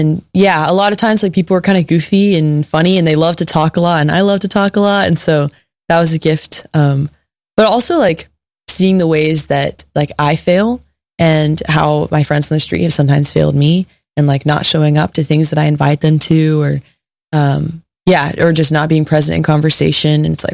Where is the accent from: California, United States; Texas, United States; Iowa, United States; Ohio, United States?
Texas, United States; talking about our home states. I've never talked about Texas more in my life.